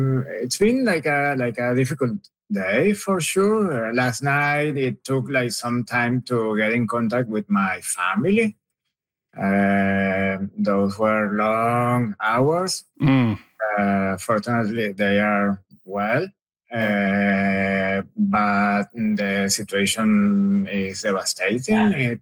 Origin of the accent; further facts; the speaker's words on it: Caracas, Capital District, Venezuela; moved away; I'm from Caracas.